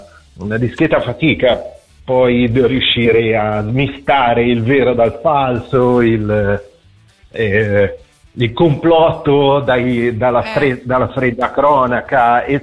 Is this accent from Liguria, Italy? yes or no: yes; Genoa, Liguria, Italy; sono di Genova, noi siamo un po' più distaccati